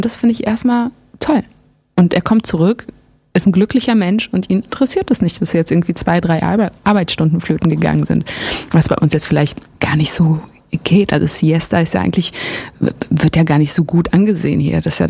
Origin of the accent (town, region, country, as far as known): Germany; first language German